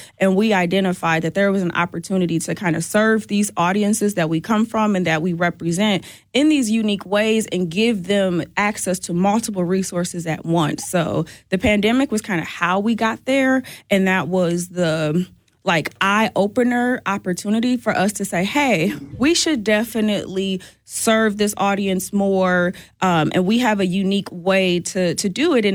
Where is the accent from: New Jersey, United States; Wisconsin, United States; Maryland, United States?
Wisconsin, United States; Milwaukee; We are all born and raised in Milwaukee, so that pride is a little different when you understand the nuances at a cultural level.